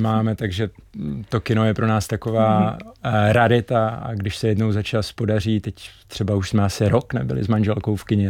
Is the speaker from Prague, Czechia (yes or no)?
no; Uherské Hradiště, Zlín Region, Czechia; now in Plasy, Czechia; A Uherské Hradiště, to je moje rodné město.